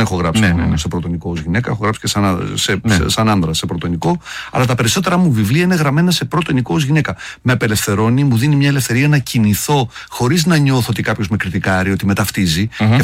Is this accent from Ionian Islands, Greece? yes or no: no; Trikala, Thessaly, Greece; moved away; στα Τρίκαλα που μεγάλωσα